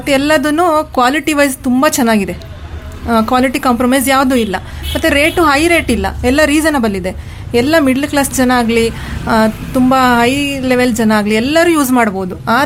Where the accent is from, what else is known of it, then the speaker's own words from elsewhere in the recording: Kadur, Karnataka, India; moved away as an adult; now in Shivamogga, India; ನಮ್ದು ಕಡೂರು, ನನ್ನ ಹುಟ್ಟಿದ ಊರು ಕಡೂರು. ಕಡೂರಲ್ಲೇ ಡಿಗ್ರಿ ಮಾಡಿದ್ದು, ಗೌರ್ಮೆಂಟ್ ಕಾಲೇಜಲ್ಲಿ ಡಿಗ್ರಿ ಮಾಡಿದ್ದು. ನನ್ನ ಮದ್ವೆ ಆಗಿ ಬಂದಿರೋದು ಶಿವಮೊಗ್ಗಕ್ಕೆ.